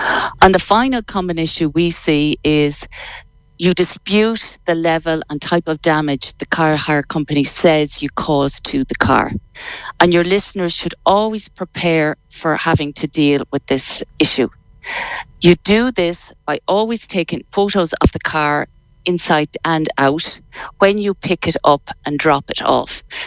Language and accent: English; Sligo, Connacht, Ireland; Born and bred in Sligo Town, so I'm not far from you.